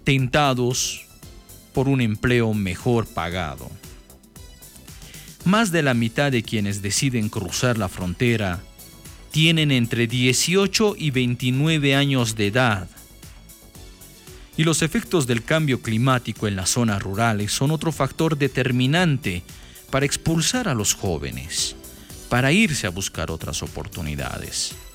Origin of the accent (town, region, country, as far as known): Bolivia